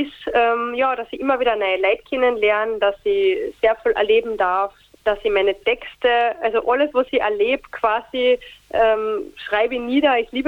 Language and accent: German; Carinthia, Austria; Heimat bedeutet für mich der Wörthersee einfach. Sobald ich den Wörthersee sehe, weiß ich, das ist meine Heimat, ich bin da und macht mich einfach glücklich.